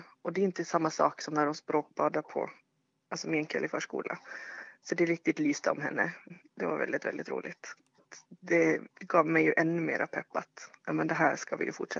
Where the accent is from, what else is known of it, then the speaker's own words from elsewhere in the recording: Småland, Sweden; also born or lived in Denmark; Jag är dansk smålänning, så vi pratar redan ganska många språk i huset.